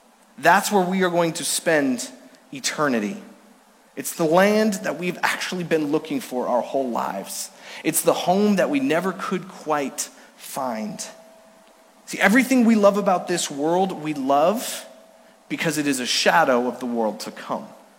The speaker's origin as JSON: {"language": "English", "town": "Villach", "region": "Carinthia", "country": "Austria", "tie": "born or raised there", "said": "I was born in Villach, Austria. It's down in the south side of Austria, about 20 minutes from Italy, because that's where my parents served as missionaries after being sent out by this church in 1980."}